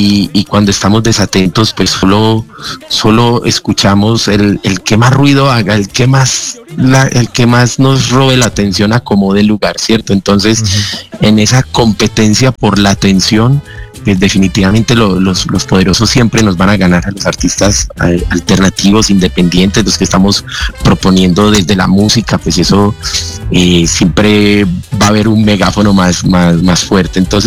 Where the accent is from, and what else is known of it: Colombia